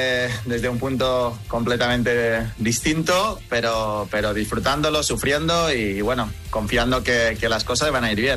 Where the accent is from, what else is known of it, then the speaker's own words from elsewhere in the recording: Spain; Y el fútbol es el... como buen español es el deporte rey